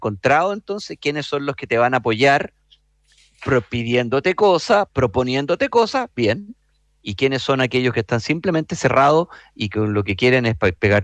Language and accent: Spanish; Chile; somos todos los chilenos